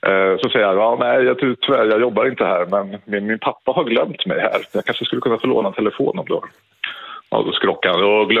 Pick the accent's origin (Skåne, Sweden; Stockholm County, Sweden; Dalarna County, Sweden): Stockholm County, Sweden; Täby; Jo, men det här utspelar sig när jag var 18 år 1998 och bodde i Täby där jag växte upp.